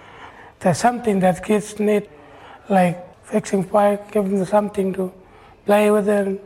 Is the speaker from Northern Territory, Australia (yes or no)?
yes; Papunya, Northern Territory, Australia; I like to live where I know people because Papunya is the first place I've seen because I grew up in there.